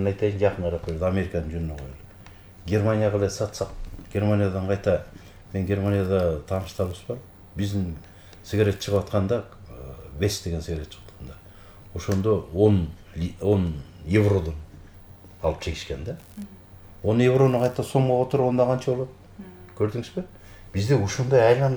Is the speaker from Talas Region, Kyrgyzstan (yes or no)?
yes; Urmaral, Talas Region, Kyrgyzstan; Мен өзүм эле тиги мекенимди, төрөлүп өскөн жеримди айтайын, мен өзүм Таластан болом, Бакаяты районунун Үрмарал деген айылданмын.